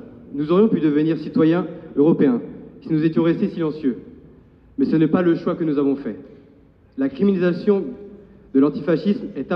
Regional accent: Italy; Je suis de nationalité albanaise, mais j'ai grandi en Italie, pays où je vis depuis l'âge de 3 ans.

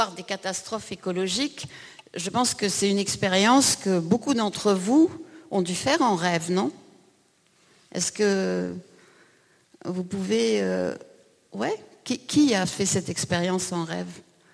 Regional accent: France; ici chez nous en France

